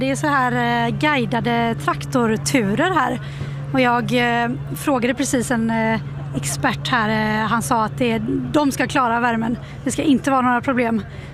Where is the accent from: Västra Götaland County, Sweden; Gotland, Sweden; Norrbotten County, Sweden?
Västra Götaland County, Sweden; Gothenburg; jag är från Göteborg och jag är uppväxt i stan.